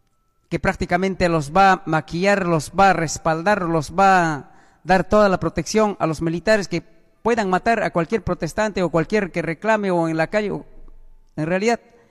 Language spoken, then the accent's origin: Spanish; Peru; somos peruanos